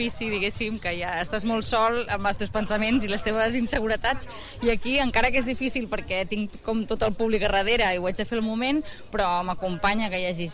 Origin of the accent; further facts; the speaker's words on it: Martorell, Catalonia, Spain; Bueno, soc de Martorell, llavors ja...